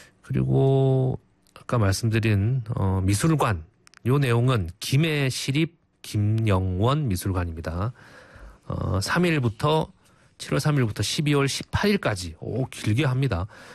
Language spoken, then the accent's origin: Korean; Busan, South Korea; 저도 이제 부산에서 나고 자랐지만